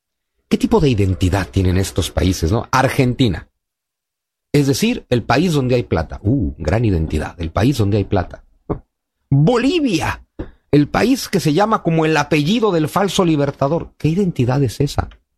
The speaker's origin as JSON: {"language": "Spanish", "country": "Mexico", "said": "como decimos en México"}